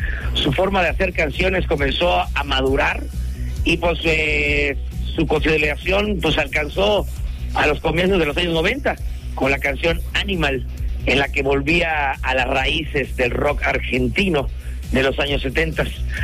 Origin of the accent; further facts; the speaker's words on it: Mexico; de Buenos Aires. Yo soy mexicano.